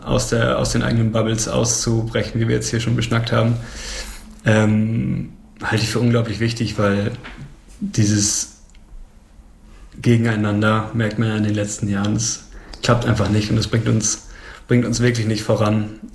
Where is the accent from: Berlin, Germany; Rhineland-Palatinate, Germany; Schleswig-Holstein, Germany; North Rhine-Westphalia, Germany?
Schleswig-Holstein, Germany; Also ich komme aus der Nähe von Flensburg. auch aus dem dörflichen Raum oder ländlicheren Raum.